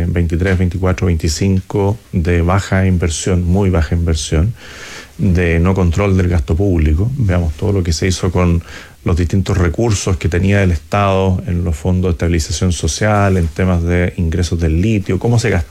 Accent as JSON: {"language": "Spanish", "region": "Santiago Metropolitan Region", "country": "Chile", "tie": "born or raised there", "said": "Y tenía la suerte de vivir allí muy cerca, porque de pequeño vivía en Suecia con Pocuro."}